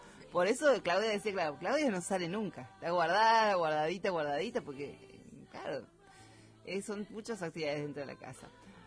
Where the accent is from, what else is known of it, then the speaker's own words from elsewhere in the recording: San Luis, Argentina; Nosotros somos, nativos, nacidos y criados en San Luis, somos bien nativos de la zona.